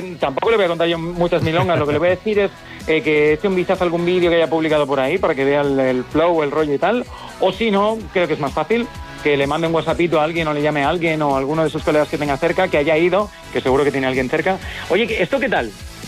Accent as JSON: {"language": "Spanish", "region": "Valencian Community", "country": "Spain", "said": "yo además me siento muy querido en toda la zona de Alicante, toda la zona de mi tierra de Valencia, me siento muy muy querido y muy arropado"}